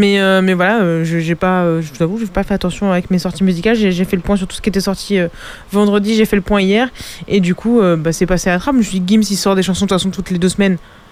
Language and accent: French; France; On est français